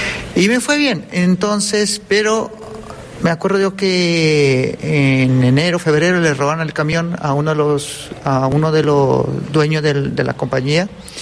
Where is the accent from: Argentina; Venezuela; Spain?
Venezuela; Caracas, Capital District; also born or lived in Trujillo, Venezuela; Yo soy, nací en Trujillo, me crié en Caracas, Venezuela.